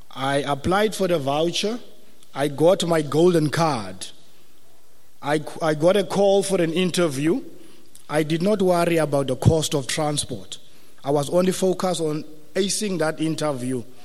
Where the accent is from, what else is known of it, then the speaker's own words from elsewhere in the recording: Beaufort West, Western Cape, South Africa; I was born and bred in Beaufort West